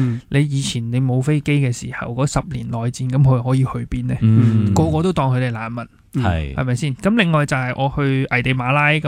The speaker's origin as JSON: {"language": "Cantonese", "country": "Hong Kong", "tie": "born there", "said": "我成日都会觉得我喺香港出世系好幸福嘅"}